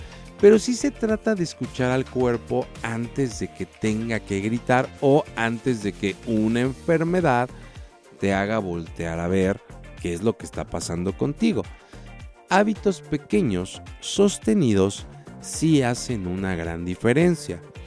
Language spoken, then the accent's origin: Spanish; Mexico; como mexicanos nunca vamos a dejar de comer tacos.